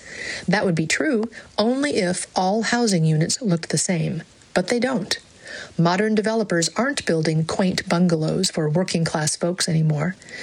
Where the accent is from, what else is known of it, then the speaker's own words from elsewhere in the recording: Florida, United States; By contrast, my home state of Florida has been growing like a flower in springtime.